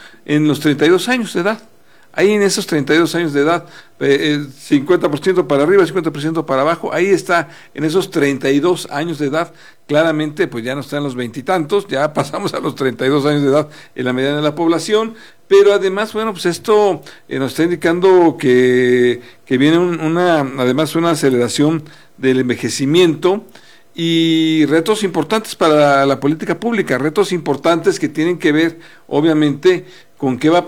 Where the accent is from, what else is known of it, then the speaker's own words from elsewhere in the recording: Mexico; Somos ya casi 131 millones de mexicanos, mexicanas